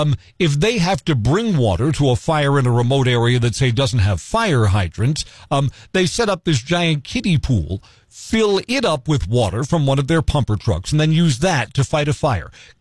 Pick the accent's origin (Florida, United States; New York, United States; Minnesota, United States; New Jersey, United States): New York, United States; New York City; now in Central Wisconsin, United States; the different growing up experiences that I had growing up in New York City compared to you, many of whom have grown up here in the country of Central Wisconsin.